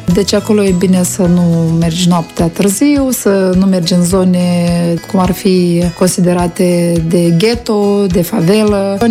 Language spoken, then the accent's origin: Romanian; Moldova; Că sunt din Moldova.